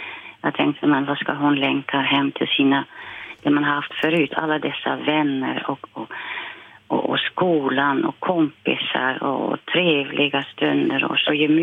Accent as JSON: {"language": "Swedish", "town": "Silvolde", "region": "Gelderland", "country": "Netherlands", "second_language": "Swedish", "said": "Och jag var från Silvolde så att jag hade en vän, en tremänning med mig."}